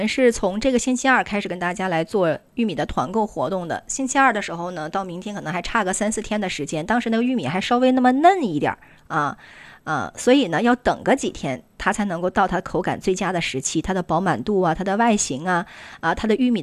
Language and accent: Chinese; Northeast China, China; 让我们很多的这个东北人啊，土生土长的当地人都是感觉到说得很实在